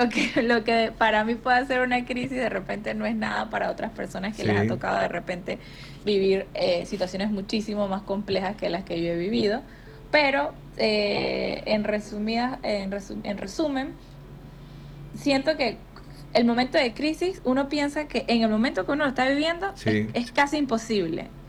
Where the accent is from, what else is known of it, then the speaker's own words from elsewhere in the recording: Los Santos Province, Los Santos, Panama; now in Chitré, Panama; yo de Panamá, de la provincia de Los Santos, vivo en Chitré.